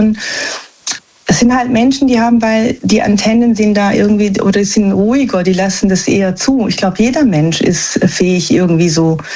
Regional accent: Germany; born there; Also wir sind eigentlich Italiener, ne? Also in Deutschland geboren. also für italienische Familie und wir haben eigentlich nichts am Hut mit Frankreich.

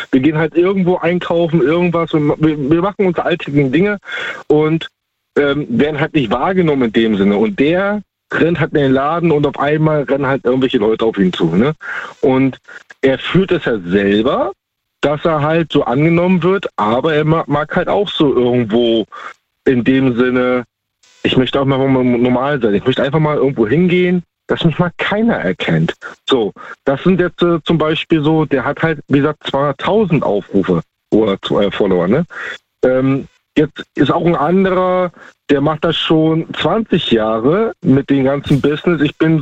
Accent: Baltic coast, Germany

